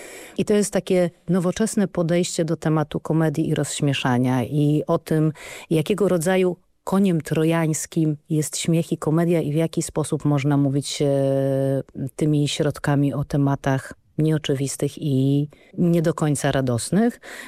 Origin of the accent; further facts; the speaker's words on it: Olsztyn, Warmian-Masurian Voivodeship, Poland; jestem olsztynianką, więc jest to bliskie miejsce memu sercu